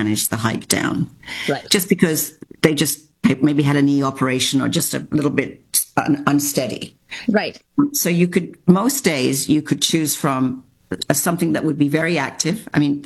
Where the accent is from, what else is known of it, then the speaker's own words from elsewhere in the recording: England, United Kingdom; In all the time I've learned about history and the war and growing up in England and learning about it